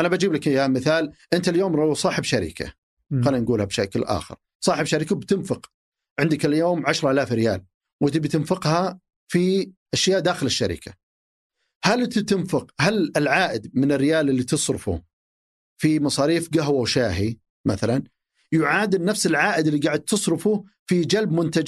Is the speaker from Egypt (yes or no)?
no; Saudi Arabia; عندنا في السعودية